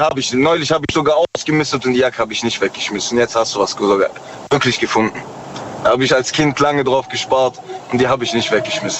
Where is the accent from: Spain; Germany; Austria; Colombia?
Germany; Tübingen, Baden-Württemberg; Ich komme aus Tübingen.